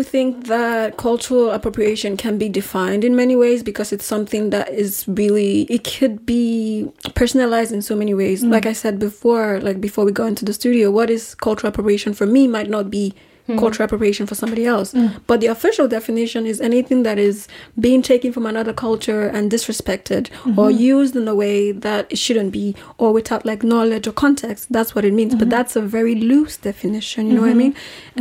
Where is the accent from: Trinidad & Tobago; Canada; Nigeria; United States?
Nigeria; southern Nigeria; I'm from Nigeria, and I grew up in the south of Nigeria, like the literal bottom of it, the south, literally.